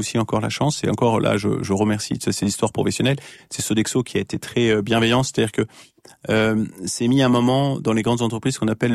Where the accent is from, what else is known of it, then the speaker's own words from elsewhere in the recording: Auvergne-Rhône-Alpes, France; parce que on est aussi de la Savoie. Et donc, en Savoie, j'ai toujours abattu les arbres, les pins principalement. Donc, on est assez bûcherons.